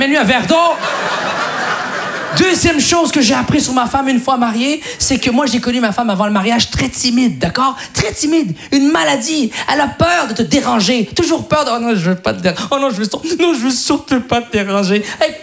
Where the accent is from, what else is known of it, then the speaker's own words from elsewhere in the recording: Quebec, Canada; elle est québécoise comme moi. On est nés au Québec, mais elle est d'origine syrienne.